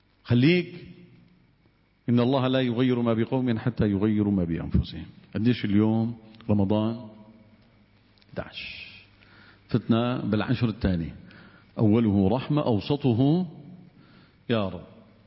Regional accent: Syria; قلت له والله انا اتيت من سوريا.

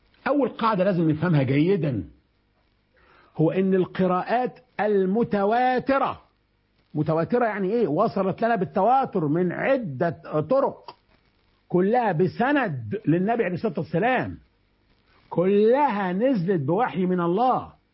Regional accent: Egypt; ما انا مصري وبقرا بورش اللي هي منتشره في المغرب مش في مصر

